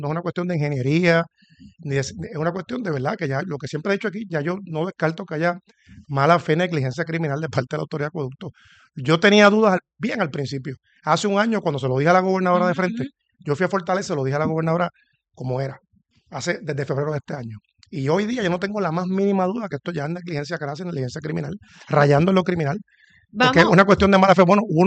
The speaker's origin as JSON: {"language": "Spanish", "town": "San Juan", "country": "Puerto Rico", "said": "como puertorriqueños, como sanjuaneros"}